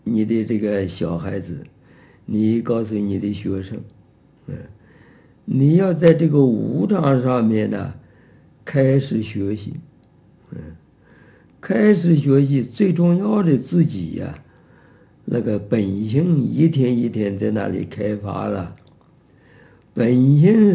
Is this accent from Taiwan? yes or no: yes; Taiwan; born there; 就拿台湾来讲，我们生在台湾，现在这么多人呢